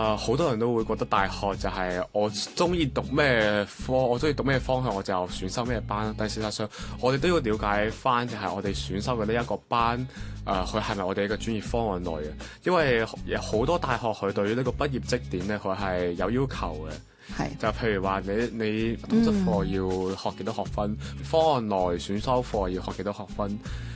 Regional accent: Macau; 大家好，

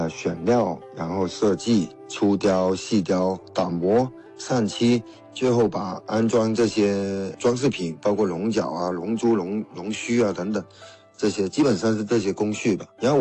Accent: Guangzhou, Guangdong, China; 这是归咎于我们广州这个地理条件跟我们的风俗有关。因为我们广州这边的龙舟呢

